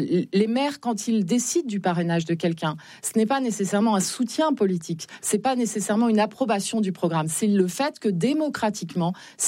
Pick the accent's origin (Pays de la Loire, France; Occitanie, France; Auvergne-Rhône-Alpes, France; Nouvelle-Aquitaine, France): Nouvelle-Aquitaine, France; Moi, chez moi, en Deux-Sèvres, la courbe de la disparition des oiseaux et des insectes